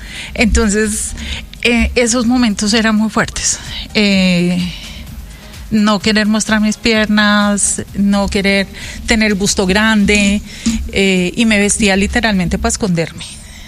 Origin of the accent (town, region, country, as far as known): Cali, Valle del Cauca, Colombia; born or raised there; also born or lived in Armenia